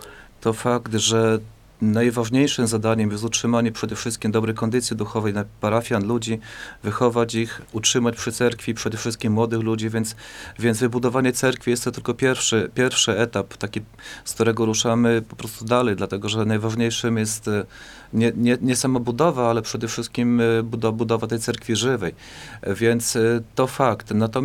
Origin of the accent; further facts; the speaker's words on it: Lemko Region, Poland; sam pochodzę z Łękowszczyzny.